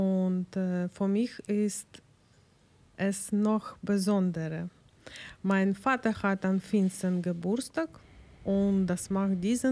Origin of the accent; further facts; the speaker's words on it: Ukraine; German is a second language; now in Germany; Und Julia, weißt du, wie bei uns in der Ukraine, was machen wir in der diesen